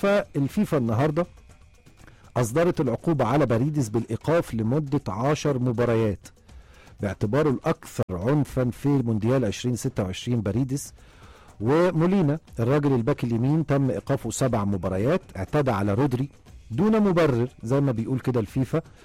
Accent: Egypt; احنا كمنتخب مصري

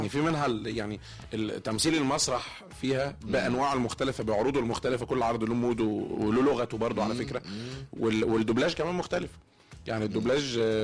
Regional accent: Mansoura, Dakahlia, Egypt; عندنا في المنصوره مثلا نقول ايه، بيكتب مش بيكتب. في كام كلمه كده

